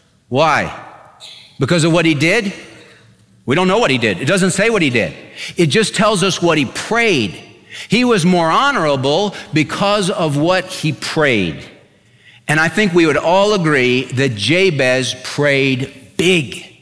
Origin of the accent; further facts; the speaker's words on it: California, United States; When I was a little kid, we had a pool in my backyard growing up in California. I was the fifth of six kids